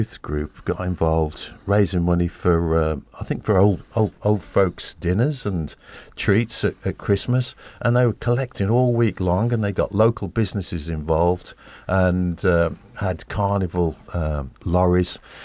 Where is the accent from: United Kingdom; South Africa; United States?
United Kingdom; Wollaston, England; I was raised in Woolinor. My dad was park superintendent of Woolinor. So I spent a lot of time in Woolinor Park.